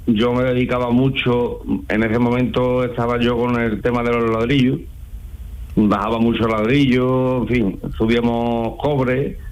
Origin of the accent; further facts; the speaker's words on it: Villalba del Alcor, Andalusia, Spain; Yo soy de Villalba del Arcó.